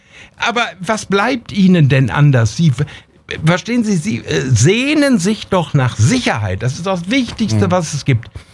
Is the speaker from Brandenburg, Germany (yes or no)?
no; Bad Oeynhausen, North Rhine-Westphalia, Germany; der Abiturient in Bad Oeynhausen in meiner Heimat abgestochen worden ist. Da bin ich ja ausgeflippt hier. Es war meine Schule.